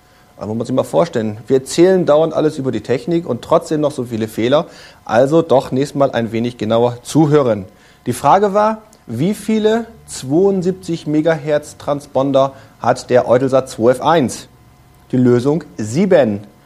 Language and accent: German; Delmenhorst, Lower Saxony, Germany; Ich grüße Delmenhorst, meine alte Heimatstadt. Moin, moin.